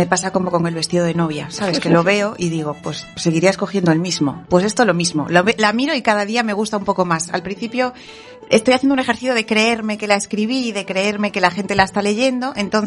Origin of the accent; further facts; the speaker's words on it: Ourense, Galicia, Spain; yo soy de Orense